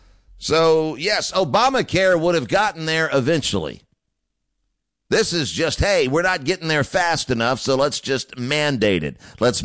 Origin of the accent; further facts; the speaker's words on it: Atlanta, Georgia, United States; My parents sent me to the best private school in the South when I was growing up in Atlanta.